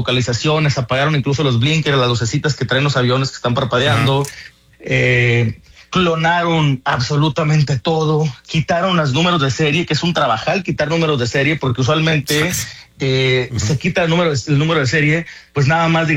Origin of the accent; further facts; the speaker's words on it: Mexico; lo que pasa es que yo estoy lejos de la capital. Yo tengo mi terruño acá del otro, en una esquina de México.